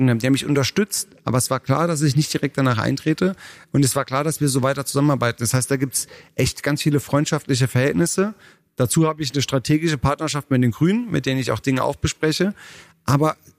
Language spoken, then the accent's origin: German; Rhineland-Palatinate, Germany; also erstens, ich bin kein Stuttgarter, sondern Pfälzer.